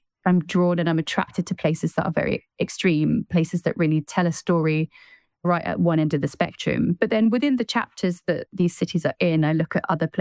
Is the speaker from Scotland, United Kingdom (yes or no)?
yes; Glenrothes, Scotland, United Kingdom; Glenrothes, my hometown